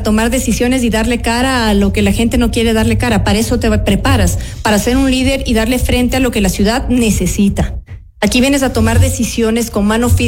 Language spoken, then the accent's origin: Spanish; Quito, Pichincha, Ecuador; como quiteña, como ciudadana.